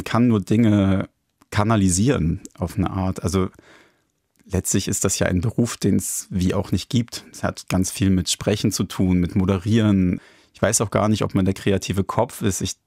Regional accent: Hamburg, Germany; Also als Hamburger ist dann so, die nächstgrößere Stadt ist irgendwie Berlin. Also wenn einem Hamburg zu eng wird, muss man weiter.

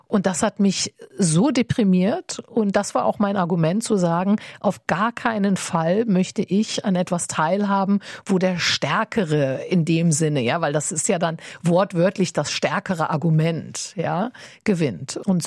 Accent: Germany; Ich bin ja in Deutschland geboren und aufgewachsen und glücklicherweise mit der Sprache als Sprechsprache.

